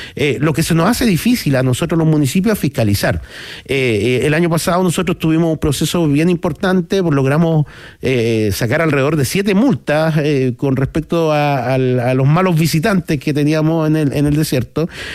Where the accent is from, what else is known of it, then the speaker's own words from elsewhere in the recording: Vallenar, Atacama, Chile; also born or lived in Viña del Mar; Vallenarino empedernido, yo soy nacido, criado, me fui a estudiar fuera, a Viña del Mar, pero volví y quiero morirme en mi tierra, no me gustaría nunca irme de Vallenar